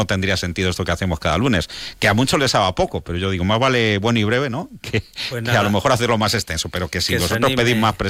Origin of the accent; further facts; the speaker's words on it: Castilla-La Mancha, Spain; así en mi tierra, así en La Mancha